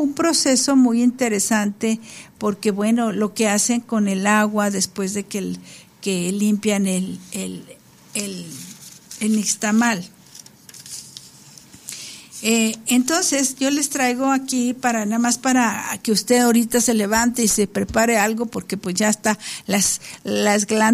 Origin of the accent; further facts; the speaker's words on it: Mexico; soy mexicano